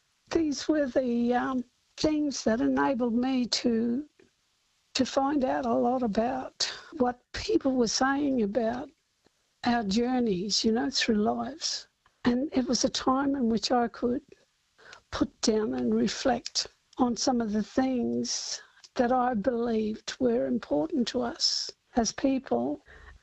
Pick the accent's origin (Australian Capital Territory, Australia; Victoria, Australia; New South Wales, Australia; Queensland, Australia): Queensland, Australia; Cherbourg; I guess growing up in Cherbourg, my primary schooling was shared only with other First Nations children.